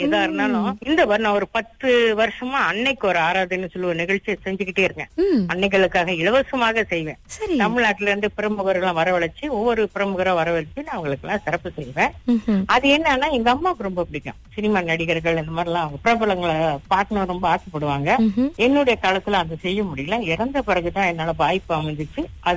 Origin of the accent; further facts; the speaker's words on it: Kuala Lumpur, Malaysia; நான் பிறந்த ஊர் வந்து கோலாலம்பூர் தான். எடிம்ப்ரோ தோட்டம்னு ஒரு தோட்டத்துல பிறந்தேன். 6 வயது வரைக்கும் அந்த ஸ்கூல்ல அங்கதான் இருந்தோம். அதற்கப்புறம் பட்டணத்துக்கு வந்துட்டோம். ஆனா நான் படிச்சதுலாம் எடிம்ப்ரோ தமிழ் பள்ளி.